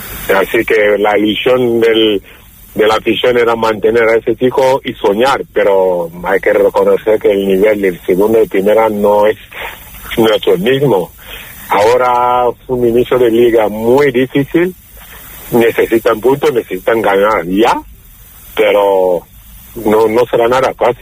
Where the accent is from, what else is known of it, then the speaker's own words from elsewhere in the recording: Málaga, Andalusia, Spain; Dije, como malagueño y malaguista, sería un sueño volver a primera